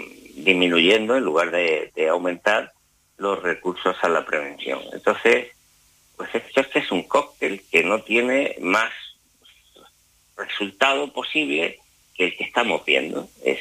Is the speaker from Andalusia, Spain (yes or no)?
yes; Andalusia, Spain; aquí en el caso de mi tierra, en Andalucía